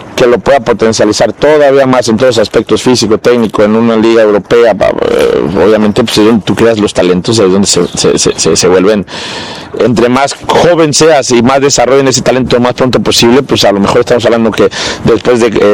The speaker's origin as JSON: {"language": "Spanish", "country": "Mexico", "moved": "as an adult", "lives_now": "Hungary", "said": "como mexicano siempre da ilusión de representar a mi país en un mundial."}